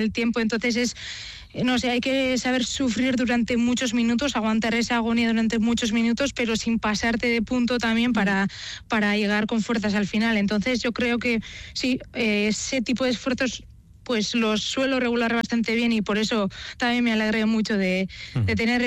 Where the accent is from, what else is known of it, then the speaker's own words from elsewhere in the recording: Zarautz, Basque Country, Spain; este año además el viernes la primera etapa sale de mi pueblo y acaba en mi pueblo, en Zarautz.